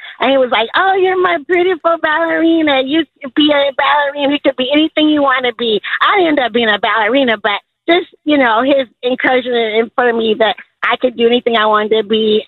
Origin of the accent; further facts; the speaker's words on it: Lima, Ohio, United States; born there; also born or lived in Kentucky; now in Fort Lauderdale, United States; We grew up in Lima, Ohio, until we moved to Kentucky